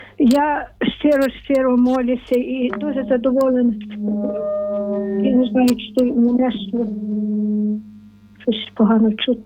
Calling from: Lviv Oblast, Ukraine; Я з Львівської області

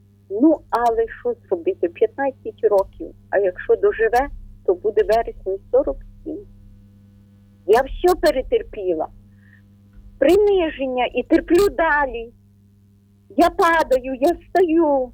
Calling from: Ternopil Oblast, Ukraine; ми з України. Тернопільська віра.

